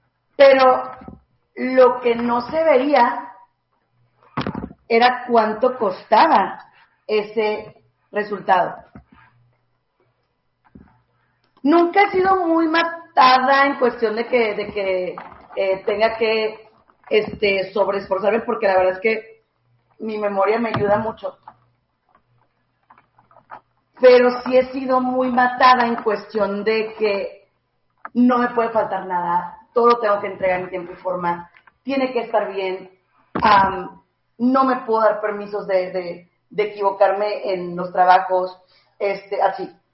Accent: Jerez, Zacatecas, Mexico; Nosotros somos de Zacatecas, allá en Jerez.

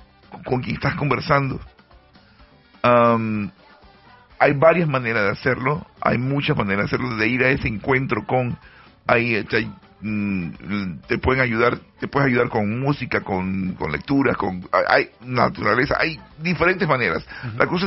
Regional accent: Panama; yo antes de los 15 años yo sabía que era panameño, pero ahora puedo, o antes de los 18 años ya yo sé que era panameño, no, porque te dan la cédula en Panamá. Sigo siendo panameño

